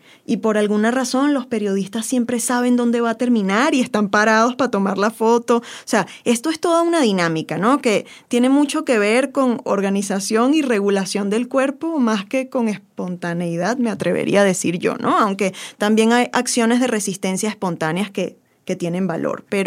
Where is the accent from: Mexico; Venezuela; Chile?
Venezuela; ¿cómo te sientes tú como venezolana? Es como, sí, ok, yo padezco este contexto